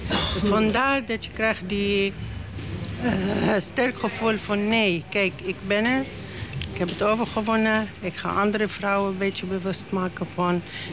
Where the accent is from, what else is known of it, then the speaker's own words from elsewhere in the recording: Lebanon; Dutch is a second language; now in Netherlands; Ja, kijk, ik was ook iemand die kom hier van een andere wereld. Ik kom zelf uit Libanon. Ben ik hier terecht. Ik kom in een andere wereld.